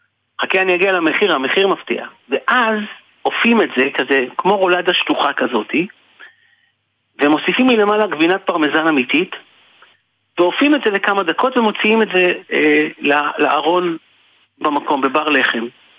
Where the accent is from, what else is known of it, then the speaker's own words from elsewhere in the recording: Tel Aviv, Tel Aviv District, Israel; כי אני תל אביבי ואני מגיע לכל הנקודות בתוך תל אביב.